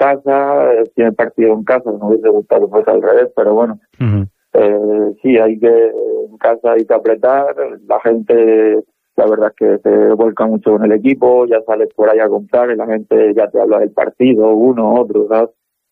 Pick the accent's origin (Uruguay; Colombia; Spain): Spain; Talayuela, Extremadura; soy de Talayuela, de siempre, es mi pueblo.